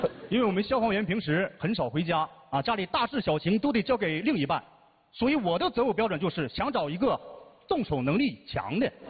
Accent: Northeast China, China; 我老婆跟我一样啊，东北人

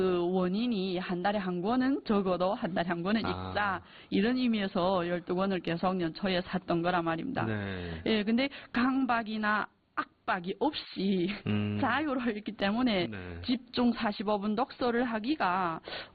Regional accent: China; 우리는 조선족이라서 지금까지, 이전까지 계속 조선말로 학교를 다녔었고

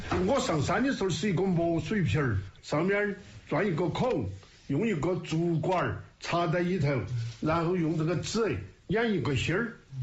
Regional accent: Sichuan, China; 你们叫热闹，我们四川人叫闹热。

